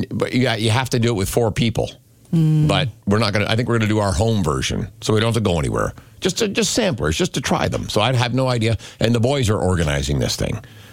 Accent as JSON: {"language": "English", "country": "Canada", "said": "We're Canadian, we call it pop."}